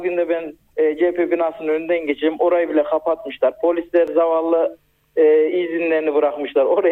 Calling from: Ankara, Turkey; Ankara'dan

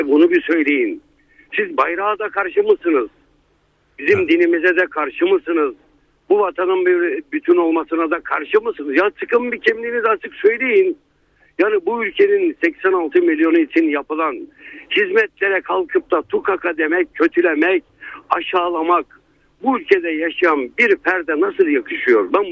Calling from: Istanbul, Turkey; İstanbul'dan arıyorum.

